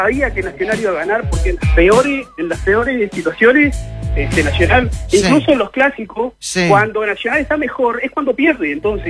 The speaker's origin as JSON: {"language": "Spanish", "region": "Montevideo", "country": "Uruguay", "tie": "born or raised there", "said": "Yo soy del interior, o sea, si bien me crié en Montevideo, hace años vivo en el interior"}